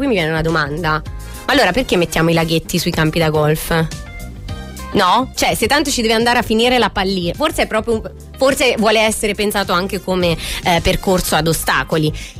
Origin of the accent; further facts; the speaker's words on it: Sansepolcro, Tuscany, Italy; Borgo Santo Sepolcro, ok? Quindi il mio paesino di origine